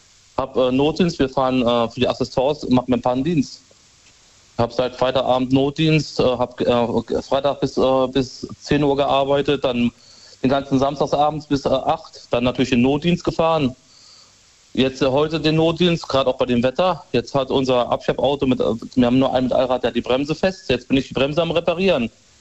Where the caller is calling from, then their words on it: Cochem, Rhineland-Palatinate, Germany; Ich bin von Cochem.